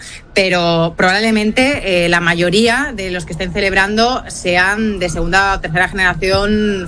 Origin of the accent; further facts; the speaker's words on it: Seville, Andalusia, Spain; born there; defino como hispana-marroquí. Y yo nací en Sevilla, aquí en España.